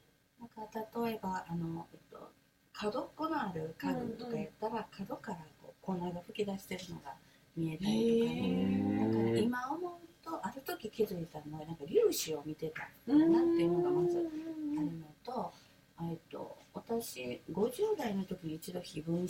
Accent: Osaka, Japan; 今65歳に、私は生まれも育ちも大阪なんやけど、私の両親が沖永良部島出身です、2人ともね

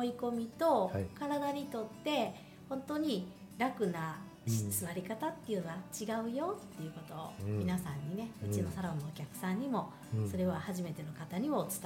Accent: Nishinomiya, Hyogo, Japan; もともとずっと地元甲子園、まあ、甲子園の一駅離れた鳴尾なんですけどね、うん、ずっともう生まれも育ちもその辺

